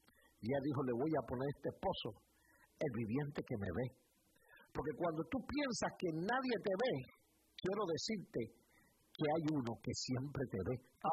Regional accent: Texas, United States; Yo vengo de Texas y yo me siento tan feliz porque no estamos procurando que la gente vea lo que estamos haciendo en Texas.

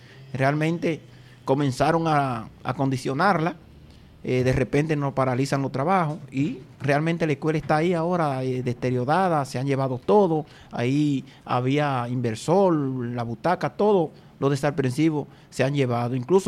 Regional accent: Baní, Peravia, Dominican Republic; born there; now in zona norte, Dominican Republic; Vanilejo. Sí, soy Vanilejo porque nací en Bardecia.

